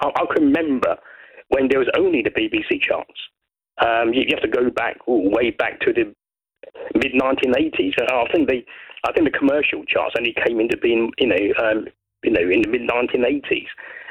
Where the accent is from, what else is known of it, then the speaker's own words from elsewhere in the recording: Brighton, South East England, United Kingdom; I'm from Brighton and I don't have a Sussex accent.